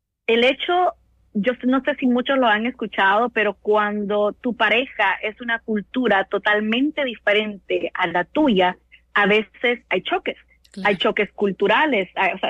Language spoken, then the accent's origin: Spanish; Honduras; yo como hondureña